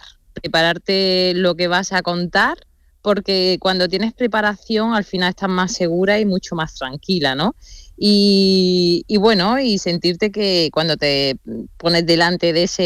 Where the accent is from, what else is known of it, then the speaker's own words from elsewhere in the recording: Granada, Andalusia, Spain; Bueno, hace 6 meses que me mudé aquí. Anteriormente estaba en Cádiz, soy de Granada.